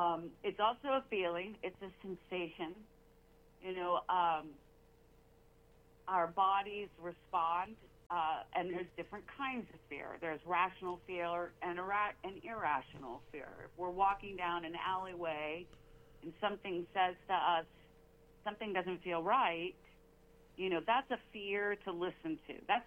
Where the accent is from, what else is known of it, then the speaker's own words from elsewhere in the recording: Tulsa, Oklahoma, United States; I was born and raised in Tulsa